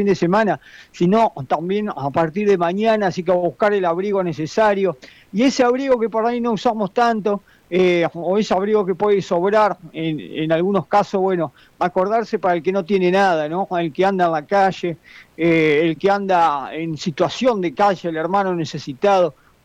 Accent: Argentina; como pueblo argentino, que está forjado en los valores nacionales, en la cultura nacional del trabajo, del esfuerzo y el sacrificio

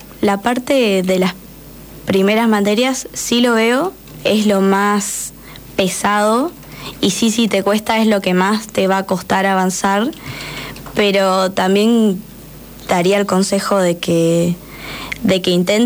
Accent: Paso de los Libres, Corrientes, Argentina; now in Concordia, Argentina; encontré que había en Concordia, que me queda cerca, soy de Paso de los Libres, de Corrientes.

